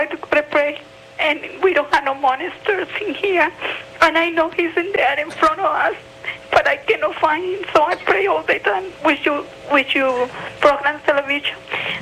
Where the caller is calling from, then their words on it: Wisconsin, United States; I'm from Wisconsin.